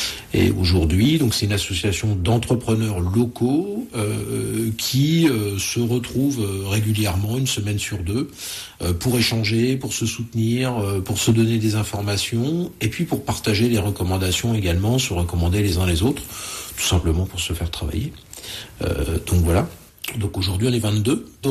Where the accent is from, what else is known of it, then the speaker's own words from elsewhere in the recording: Nevers, Bourgogne-Franche-Comté, France; also born or lived in Normandy / Paris; Alors, donc moi je suis originaire de Bourgogne, de Nevers.